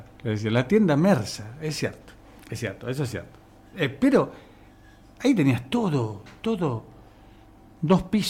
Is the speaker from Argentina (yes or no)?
yes; La Plata, Buenos Aires Province, Argentina; Como, aquí la gente de La Plata, yo soy de La Plata, pero la gente de La Plata es un poco careta algunos, ¿viste?